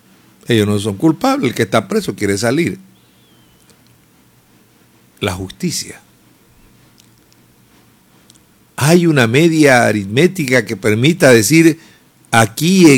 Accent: Ecuador; El problema somos los ecuatorianos

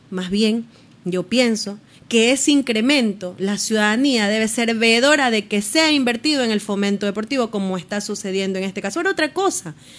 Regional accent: Esmeraldas, Ecuador; a mi sangre, a mi gente, a mi tierra

